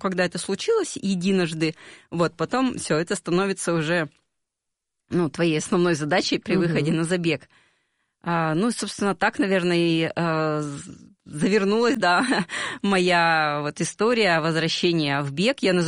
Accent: Yekaterinburg, Sverdlovsk Oblast, Russia; у нас в Екатеринбурге. Вообще я из Екатеринбурга.

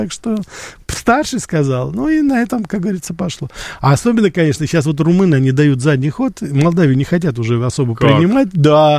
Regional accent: Russia; когда я из России, потому что я родился и вырос все-таки здесь, я ездил к родственникам в Грузию и в Армению.

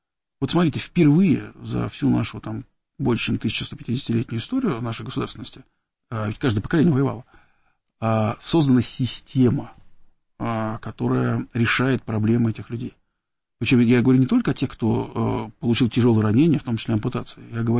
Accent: Abramtsevo, Moscow Oblast, Russia; одно из моих тяжелейших воспоминаний детства было то, что у нас на даче, где мы выросли, была в Абрамцево, и мы довольно часто ездили тогдашний Загорск.

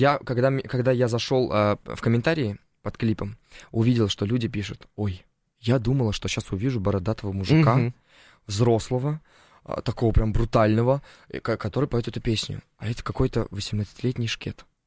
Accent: Uzbekistan; born or raised there; also born or lived in Turkmenistan; now in Moscow, Russia

